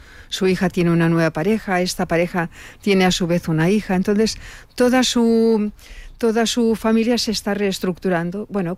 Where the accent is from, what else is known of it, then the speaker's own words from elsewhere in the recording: Barcelona, Catalonia, Spain; now in Cornellà, Spain; yo vengo de Nou Barris.